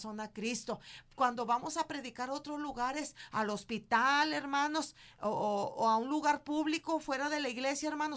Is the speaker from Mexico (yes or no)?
yes; Pesquería, Nuevo León, Mexico; born there; allá a Pesquería, donde yo nací.